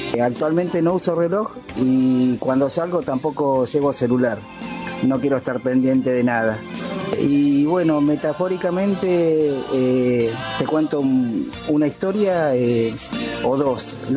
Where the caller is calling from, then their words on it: San Justo, Buenos Aires Province, Argentina; Hola, Pablo … de San Justo.